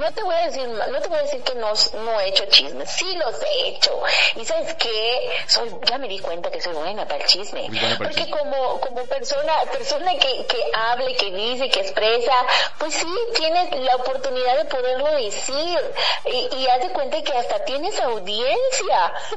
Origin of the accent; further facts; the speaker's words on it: Mexico; así somos los mexicanos